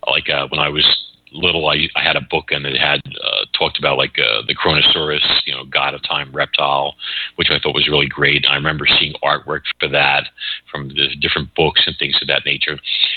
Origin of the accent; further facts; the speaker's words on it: Philadelphia, Pennsylvania, United States; also born or lived in Brooklyn; I was born in Brooklyn. But we moved to Philadelphia when I was like, you know, 3 or 4 years old. So I grew up in Philly.